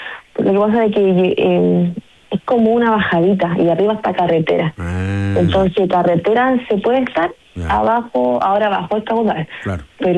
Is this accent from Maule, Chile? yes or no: yes; Talca, Maule, Chile; now in Ovalle, Chile; nosotros no somos de aquí, somos del sur. ¿De dónde? Somos de Talca, llegamos hace 3 años aquí a Ovalle.